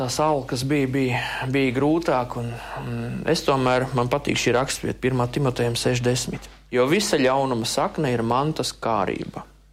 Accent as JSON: {"language": "Latvian", "town": "Ainaži", "region": "Vidzeme", "country": "Latvia", "said": "Ainežos, es esmu no Ainežiem."}